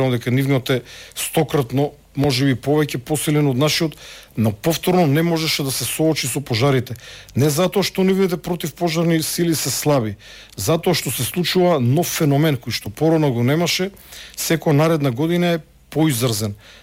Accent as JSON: {"language": "Macedonian", "town": "Štip", "region": "Eastern", "country": "North Macedonia", "tie": "born or raised there", "said": "отидете во Штип над моето мало, каде што сум роден и живее во младоста"}